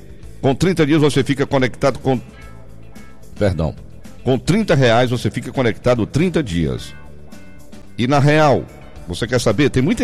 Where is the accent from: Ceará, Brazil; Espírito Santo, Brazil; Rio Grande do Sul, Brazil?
Ceará, Brazil; Ipu; moved away; Lá no Ipu, vizinho da minha mãe lá, eles são da Pato Feitosa … Mas tudo do pé da Serra da Biapaba, né